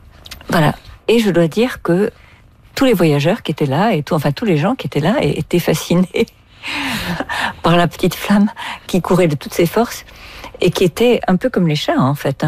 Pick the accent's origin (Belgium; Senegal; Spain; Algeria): Algeria; now in France; D'Algérie, je suis partie, mais parfois, je me dis aussi, tu sais, si on joue avec l'idiome français, je suis d'Algérie, je suis partie, je suis une partie d'Algérie.